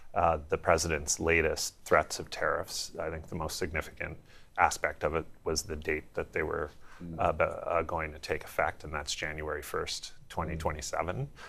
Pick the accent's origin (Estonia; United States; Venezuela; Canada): Canada; I'm a Canadian, of course, very proud Canadian